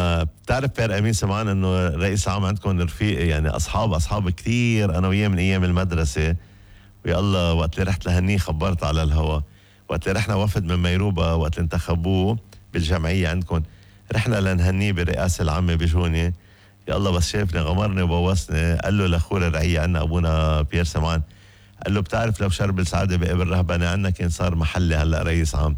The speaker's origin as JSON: {"language": "Arabic", "town": "Mayrouba", "region": "Keserwan-Jbeil", "country": "Lebanon", "said": "عنا بضيعتنا على كتاف هالمدرج"}